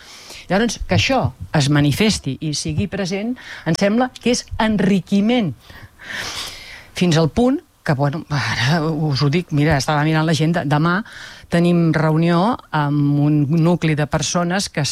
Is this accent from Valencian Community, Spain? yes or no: no; Molins de Rei, Catalonia, Spain; de Molins de Rei d'aquells, entre cometes, jo seria d'aquests de tota la vida